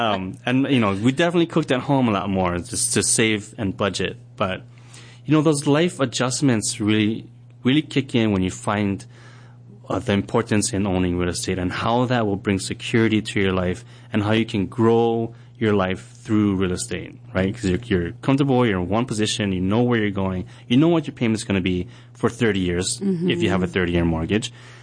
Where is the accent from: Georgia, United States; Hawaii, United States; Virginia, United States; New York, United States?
Hawaii, United States; Kaneohe; born or raised there